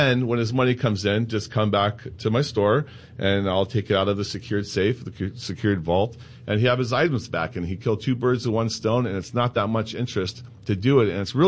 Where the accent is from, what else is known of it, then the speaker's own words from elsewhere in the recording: San Diego, California, United States; I wanted to come back to where I'm from. I'm born and raised in San Diego.